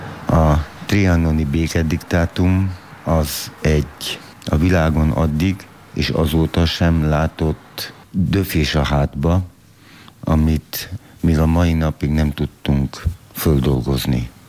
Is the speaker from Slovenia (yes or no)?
yes; Prekmurje, Slovenia; nagyon büszkék lehetünk arra, hogy muravidékiek vagyunk, és hogy muravidéki magyarok vagyunk.